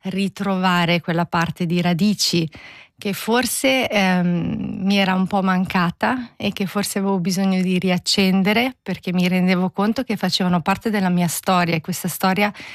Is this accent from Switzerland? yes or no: yes; Switzerland; anche io mi definisco di seconda generazione, non sono nata in Svizzera ma sono arrivata piccolissima, per cui effettivamente è come se lo fossi